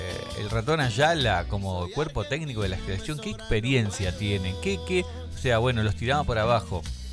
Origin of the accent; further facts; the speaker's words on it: Argentina; Nos lo merecemos nosotros también como argentinos.